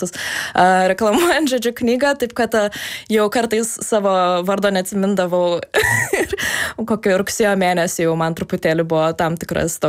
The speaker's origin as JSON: {"language": "Lithuanian", "town": "Kaunas", "region": "Kaunas County", "country": "Lithuania", "moved": "as an adult", "said": "o aš iš Kauno"}